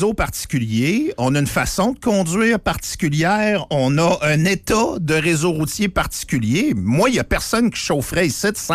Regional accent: Saguenay, Quebec, Canada; moved away as an adult; now in Quebec City, Canada; Ça fait 25 ans que je suis à Québec, presque 30 ans que je suis à Québec. Je suis pas un gars de Québec. Je serai jamais un gars de Québec. Je suis un gars du Saguenay. Je suis parachuté ici pour ma job.

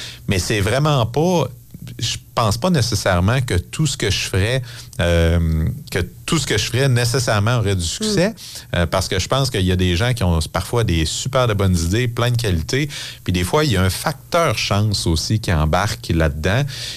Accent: Canada; born there; first language French; Moi, je suis né au Canada, blanc, francophone, un père médecin

